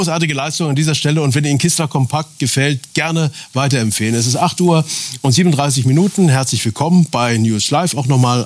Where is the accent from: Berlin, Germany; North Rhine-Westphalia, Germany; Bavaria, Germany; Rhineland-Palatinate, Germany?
Berlin, Germany; Ich bin ja auch geborener Berliner.